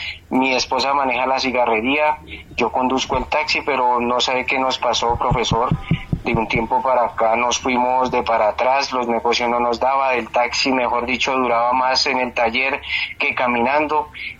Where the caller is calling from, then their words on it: Chía, Cundinamarca, Colombia; Aquí de Chía, Cundinamarca